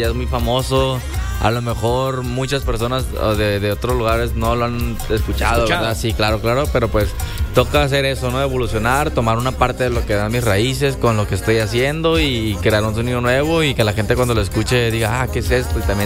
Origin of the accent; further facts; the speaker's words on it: Oaxaca, Mexico; cuenta que usé un atuendo de un traje allá de Oaxaca.